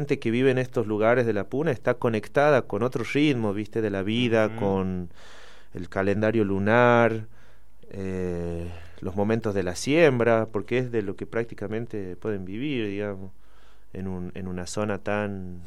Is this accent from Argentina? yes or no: yes; Catamarca, Argentina